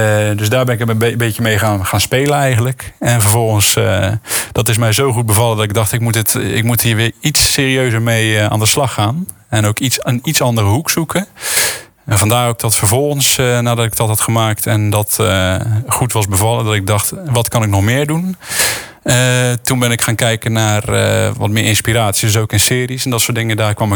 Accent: Dordrecht, South Holland, Netherlands; Ja, klopt. Geboren en getogen in Sterrenburg.

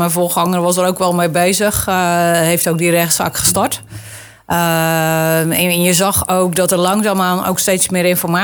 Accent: Zeeland, Netherlands; moved away as an adult; now in Dordrecht, Netherlands; ik kom uit Zeeuws-Vlaanderen. Ik heb 23 jaar van mijn leven in de Westerschelde rondgebracht.

